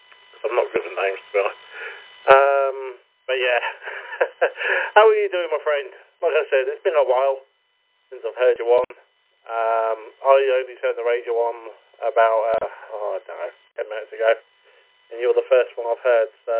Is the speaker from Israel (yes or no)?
no; Portsmouth, South East England, United Kingdom; I'm from Portsmouth.